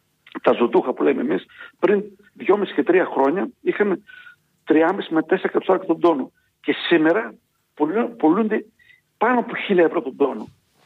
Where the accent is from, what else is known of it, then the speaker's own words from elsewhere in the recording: Thessaly, Greece; στο χωριό μου, το οποίο είναι η Καρδί, έχει γυμνάσιο. Ήταν πρώην 9 χωριά του τέος Δήμου Φίλου